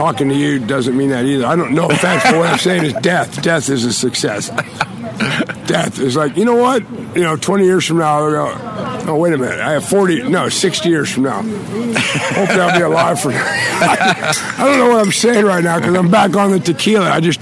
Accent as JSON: {"language": "English", "town": "Wheeling", "region": "West Virginia", "country": "United States"}